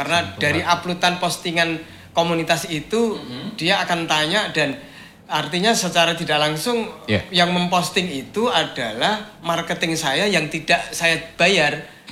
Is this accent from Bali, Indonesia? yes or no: no; Bojonegoro, East Java, Indonesia; also born or lived in Surabaya; now in Tuban, Indonesia